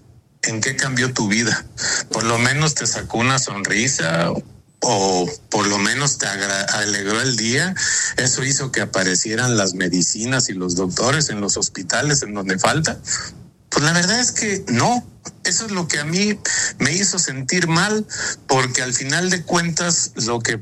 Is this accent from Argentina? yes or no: no; Mexico; a mí francamente sí me hizo sentir, digamos que mal como mexicano